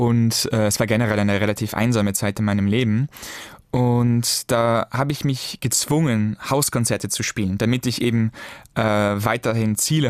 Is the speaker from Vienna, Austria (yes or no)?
yes; Vienna, Austria; Der Grund ist, ich bin in Wien geboren und in Wien aufgewachsen. Meine Familie lebt aber in Frankreich.